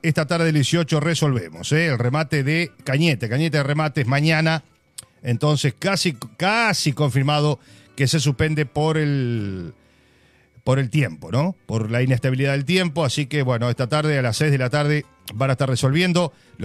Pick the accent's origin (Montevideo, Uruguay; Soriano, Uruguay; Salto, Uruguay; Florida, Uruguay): Florida, Uruguay; Cerro Colorado; moved away; En Cerro Colorado, en este momento, usted ya saludó a la gente de Cerro, saludo a todos los amigos queridos de mi pueblo querido.